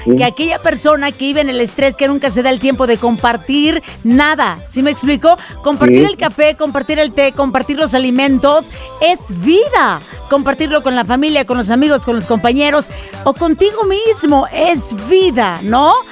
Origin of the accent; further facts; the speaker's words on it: Sinaloa, Mexico; aguachiles en mi tierra. Allá en Sinaloa es increíble.